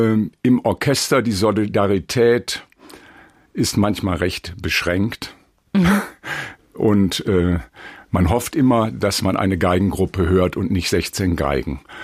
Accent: Moers, North Rhine-Westphalia, Germany; born there; moved away as an adult; Ich komme ja aus Moers und Moers ist bekannt durch das Moerser Jazz Festival.

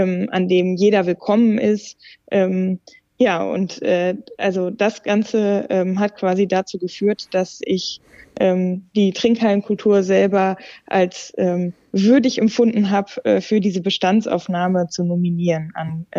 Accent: North Rhine-Westphalia, Germany; als gebürtige Ruhrgebietlerin kann ich klar sagen

